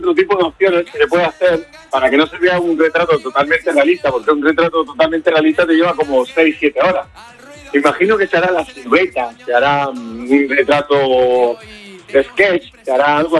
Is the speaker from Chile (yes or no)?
no; Andalusia, Spain; born or raised there